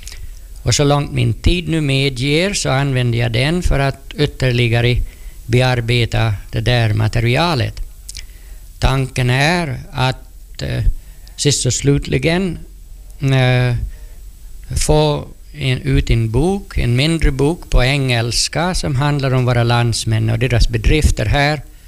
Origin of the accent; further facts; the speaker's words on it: Purmo, Ostrobothnia, Finland; moved away; det var något som jag fick lära mig som pojke i Purmo.